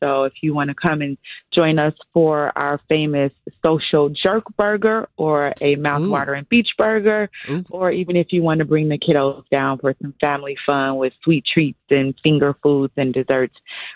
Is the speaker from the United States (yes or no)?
yes; Chicago, Illinois, United States; I grew up in the South Shore area